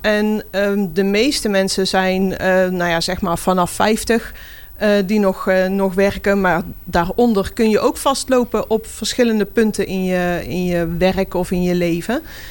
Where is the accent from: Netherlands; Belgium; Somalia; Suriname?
Netherlands